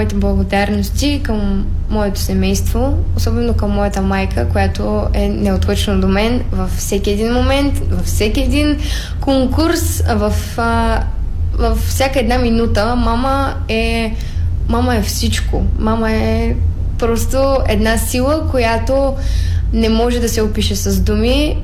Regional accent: Dobruja, Bulgaria; аз съм от Добруджа

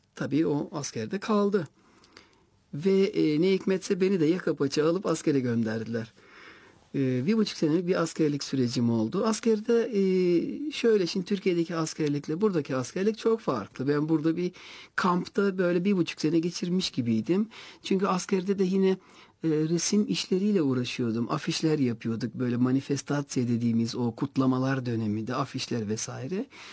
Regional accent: Aytos, Burgas Province, Bulgaria; also born or lived in Kardzhali / Sliven; Dolayısıyla benim bütün anılarım, çocukluk hayallerim, çocukluk anılarım Aytos'la ilgili. İlk dostluklarım, ilk arkadaşlıklarım, ilk çevredeki izlenimlerim hep Aytos'la ilgili.

